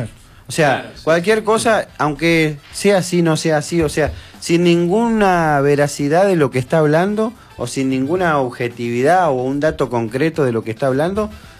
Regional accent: Argentina; somos todos argentinos

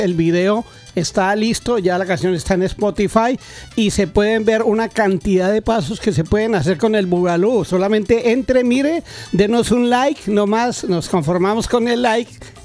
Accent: Colombia; Como colombianos, uno sale del país, lo primero que le piden es cumbia

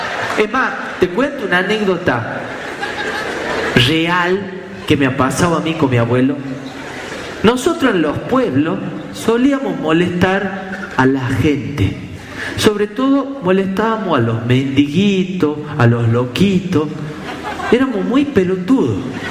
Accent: Famaillá, Tucumán, Argentina; en mi pueblo, en Famaya

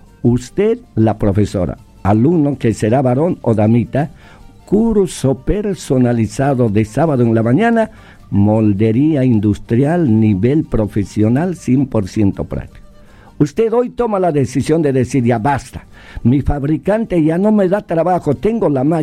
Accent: Bolivia; now in Buenos Aires, Argentina; nosotros como bolivianos

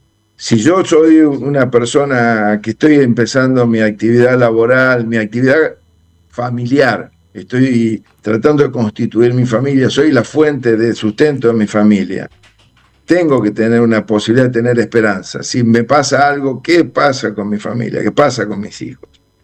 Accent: Argentina

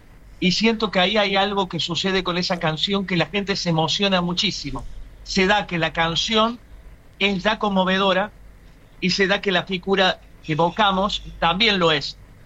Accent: Córdoba, Argentina; cuando yo iba a pedir trabajo al San Martín, al Cervantes, donde he trabajado, y me decían soy cordobés, yo sabía que me bochaban, ¿sabes?

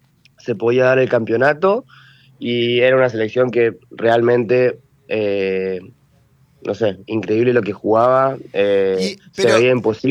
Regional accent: Argentina

